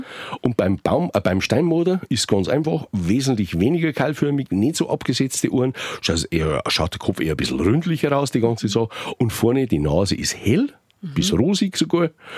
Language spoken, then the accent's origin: German; Bavaria, Germany; Nein, wir haben ja nicht Weitler, wir kommen aus dem Wald.